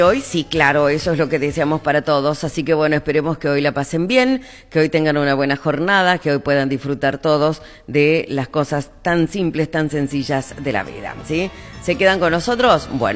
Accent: Argentina

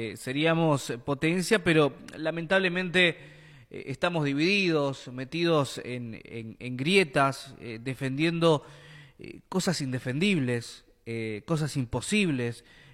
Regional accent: Argentina; los que nacimos en la década del 90 vivimos y crecimos un fútbol en el que Grondona solamente fue el presidente de la Asociación del Fútbol Argentino.

